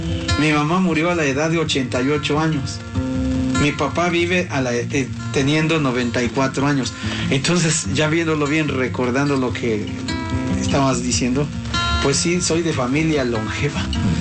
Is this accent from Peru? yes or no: no; Tlachichuca, Puebla, Mexico; moved away as an adult; yo salí de 17, de 18 años del pueblo